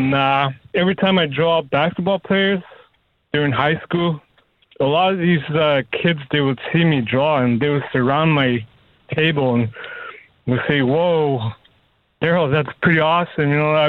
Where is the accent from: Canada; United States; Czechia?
Canada; Northwest Territories; I grew up here in the Northwest Territory, so during my childhood, my parents, they would take us kids out on the land and camp out there.